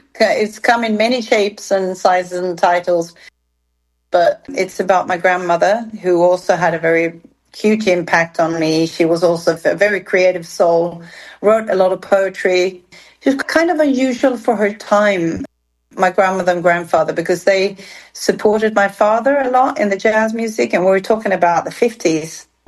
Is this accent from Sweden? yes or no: yes; Sweden; whenever I say that I'm from Sweden